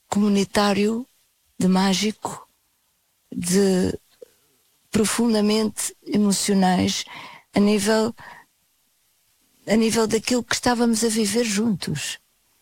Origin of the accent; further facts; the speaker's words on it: Portugal; also born or lived in Germany / Brazil / Switzerland; sempre me senti em casa em Portugal. Posso ficar irritada com... mas sou portuguesa, não tenho pretensão de ser diferente.